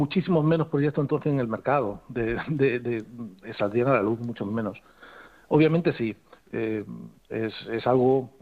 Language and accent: Spanish; Extremadura, Spain; first language Spanish; moved away; cuando era niño en Extremadura, con mi abuelo